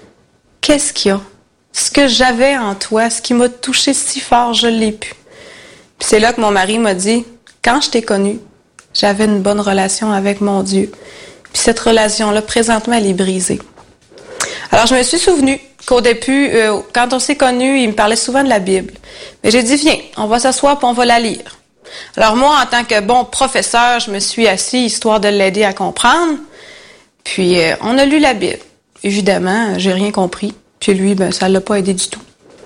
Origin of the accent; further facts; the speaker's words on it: Quebec, Canada; j'étais seule dans cette région-là parce que je venais du Saguenay, puis j'étais à Québec